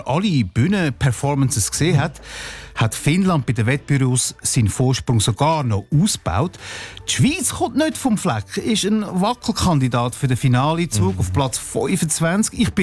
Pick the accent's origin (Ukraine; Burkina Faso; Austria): Austria; aus meinem Heimatland Österreich